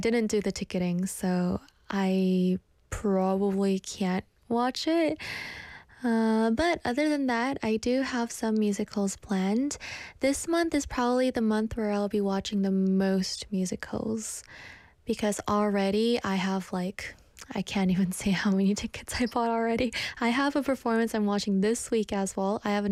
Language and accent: English; Canada; because I'm Canadian, eh?